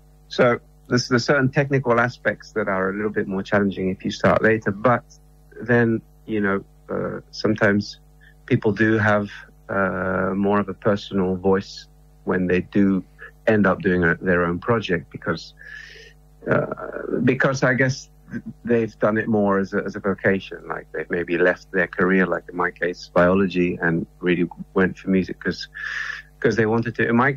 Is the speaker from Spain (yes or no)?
yes; Spain; So I grew up in Spain. My mother's English, though, hence the accent.